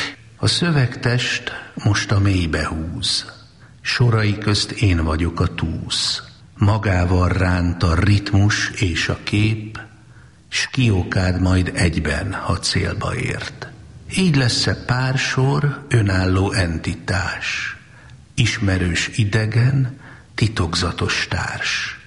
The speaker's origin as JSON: {"language": "Hungarian", "town": "Szolnok", "region": "Jász-Nagykun-Szolnok", "country": "Hungary", "moved": "as an adult", "said": "én szolnoki vagyok"}